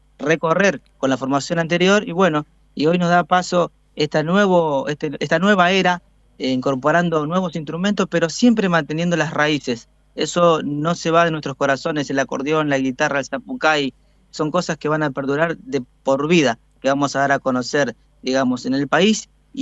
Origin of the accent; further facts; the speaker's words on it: Álvarez, Santa Fe, Argentina; provincia de Santa Fe, un pueblo de familias muy cercanos y somos muy cerquita de Rosario, estamos a 30 kilómetros también.